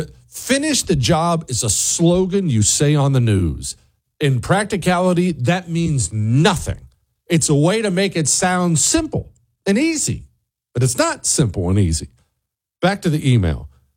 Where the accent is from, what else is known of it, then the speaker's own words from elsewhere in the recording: Toronto, Ohio, United States; I grew up in Toronto, Ohio